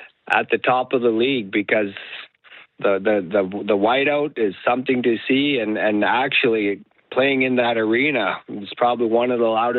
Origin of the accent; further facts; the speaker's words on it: Nunavut, Canada; I reflect back to growing up in Nunavut and you know, the survival mode mentality every day, where it was a challenge.